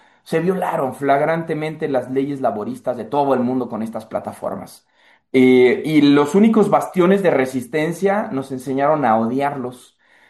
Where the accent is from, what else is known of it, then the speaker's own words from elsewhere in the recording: Mexico; aún siendo mexicanos